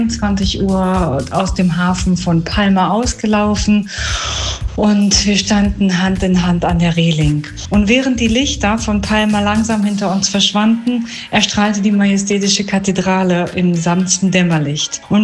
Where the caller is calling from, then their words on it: Unna, North Rhine-Westphalia, Germany; ich komme aus Unna.